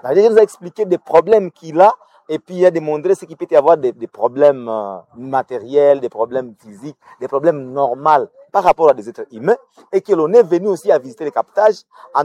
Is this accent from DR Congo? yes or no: yes; Butembo, North Kivu, DR Congo; born there; Je suis né à Boutembo